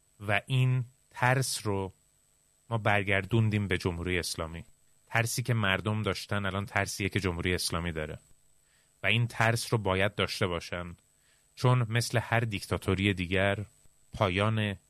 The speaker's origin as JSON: {"language": "Persian", "country": "Iran", "moved": "yes"}